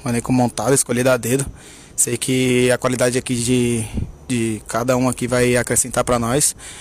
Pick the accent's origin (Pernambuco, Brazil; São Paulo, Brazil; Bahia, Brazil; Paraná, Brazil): Bahia, Brazil; Eunápolis; born there; quis ficar aqui, porque é onde eu nasci